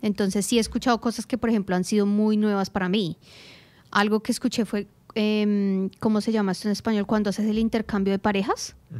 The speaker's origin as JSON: {"language": "Spanish", "country": "Colombia", "moved": "yes", "lives_now": "Australia"}